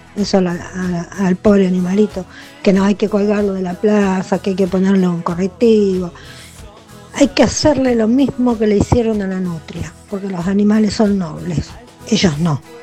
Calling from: Bahía Blanca, Buenos Aires Province, Argentina; vivo en Tiro Federal.

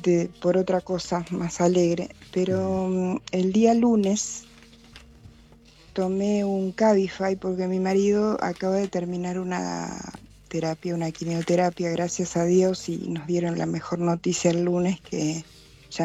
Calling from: Buenos Aires, Argentina; De Caballito

